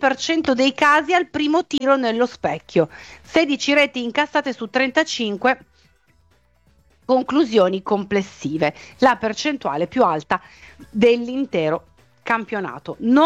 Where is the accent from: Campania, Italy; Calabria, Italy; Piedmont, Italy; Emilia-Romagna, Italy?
Piedmont, Italy; Turin; now in Genoa, Italy; Io sono piemontese, Fabio mi chiede se sono piemontese, no, io vivo a Genova semplicemente per questioni di famiglia in questo momento, ma sono piemontesissima, sono di Torino più di tutti quanti voi.